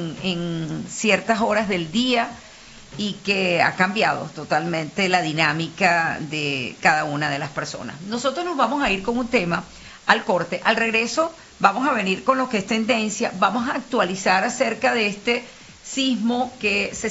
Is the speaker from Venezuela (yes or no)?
yes; Venezuela